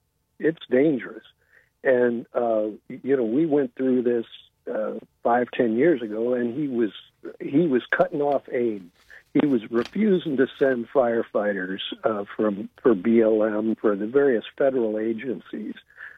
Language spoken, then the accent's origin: English; California, United States; Well, I'm the guy from California.